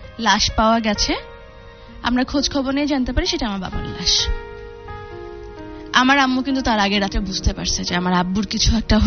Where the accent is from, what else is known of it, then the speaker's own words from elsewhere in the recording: Dhaka, Dhaka Division, Bangladesh; আমার আম্মুর বাড়ি ছিল, আমার বাড়ি হচ্ছে নাজিরা বাজারে আলুপট্টিতে, আমার নানা ভাইরা আড়তদার, সৈয়দ হাসান বললে সবাই চিনে।